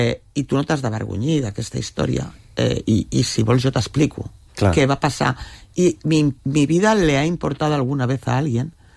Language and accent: Catalan; L'Hospitalet de Llobregat, Catalonia, Spain; perquè jo també sóc d'Hospitalet, també del barri de Can Vidalet, vull dir, m'he criat amb... Diguéssim que la meva família també és humil, no?